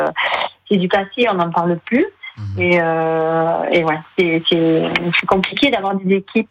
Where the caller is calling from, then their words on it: Villefranche-de-Rouergue, Occitanie, France; À Villefranche-de-Rouergue.